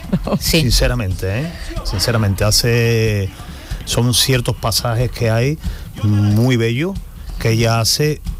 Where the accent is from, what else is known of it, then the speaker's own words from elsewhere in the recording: Seville, Andalusia, Spain; Bueno, yo soy muy sevillano, uh-huh, y creo que para mí la Semana Santa, que es la fiesta más pagana que existe, para mí, uh-huh, y me encanta y la disfruto muchísimo.